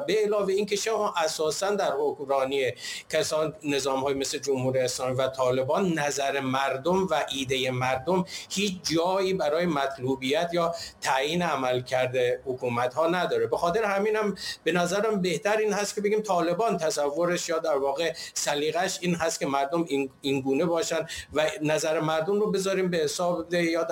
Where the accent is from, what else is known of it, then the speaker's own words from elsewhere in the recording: Iran; من به عنوان یک ایرانی